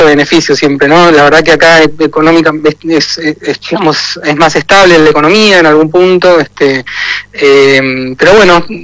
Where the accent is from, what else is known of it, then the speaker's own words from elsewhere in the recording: Argentina; moved away as an adult; now in Chile; ahí nos encontramos muchos argentinos que vivimos acá.